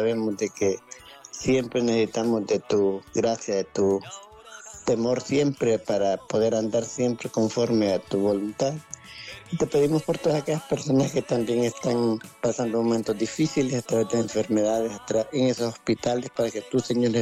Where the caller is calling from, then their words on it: Vallecillo, Francisco Morazán, Honduras; Desde aquí del río La Puerta, Vallecillo, Francisco Morazán.